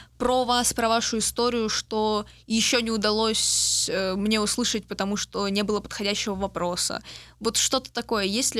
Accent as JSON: {"language": "Russian", "region": "Kyiv", "country": "Ukraine", "moved": "yes", "lives_now": "Linz, Austria", "said": "Потому что я тоже киевлянка, и я вот переехала сюда"}